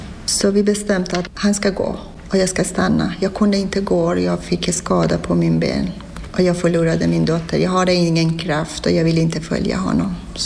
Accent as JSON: {"language": "Swedish", "country": "Iran", "second_language": "Swedish", "moved": "as an adult", "said": "jag kom från Iran. Ursprungligen jag är muslim, men jag konverterade till kristendom. Jag är kristen nu."}